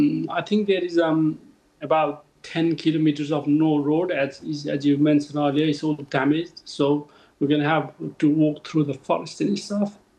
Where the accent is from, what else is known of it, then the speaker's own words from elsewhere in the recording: Nepal; moved away; I have seen the picture of my where my hometown used to be, and as I said, there is nothing there now.